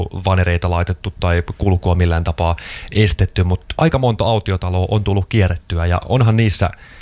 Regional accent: Hollola, Päijänne Tavastia, Finland; kyllä mä muistan tuolla Hollolassa lapsuuden viettäneenä, että meidän kotikulmilla sattui olemaan aika monta tämmöistä autiotaloa

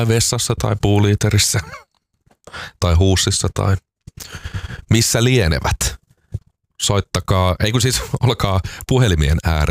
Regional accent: Espoo, Uusimaa, Finland; me espoolaiset ollaan tämmöisiä suvaitsevaisia rakkautta täynnä olevia.

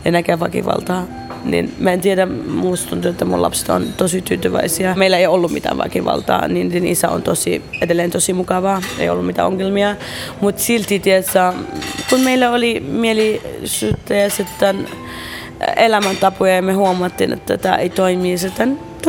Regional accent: Baghdad, Baghdad Governorate, Iraq; Finnish is a second language; now in Finland; mutta ei, mä oon Bagdadista, niin meillä ei yleensä tällainen

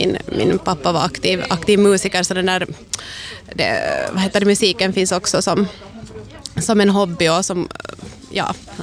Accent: Porvoo, Uusimaa, Finland; Jag kommer från Borgå då. Och varit aktiv med visor alltså ända sedan kanske 15-20 års ålder när jag började spela där i trakten.

